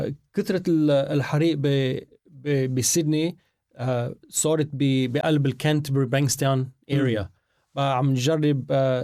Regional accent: North Governorate, Lebanon; now in Sydney, Australia; من عشاش، من الشمال.

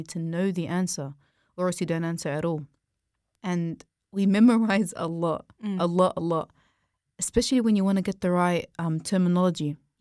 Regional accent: Lebanon; I'm in Lebanon. And yeah, I'm Lebanese. I'm from Lebanon. I have uncles that are like 2 hours away.

